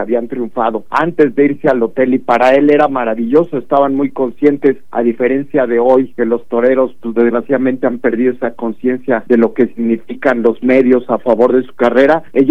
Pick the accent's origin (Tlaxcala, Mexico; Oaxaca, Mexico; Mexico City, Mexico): Tlaxcala, Mexico; Huamantla; la Plaza de Toros de mi pueblo natal, Huamantla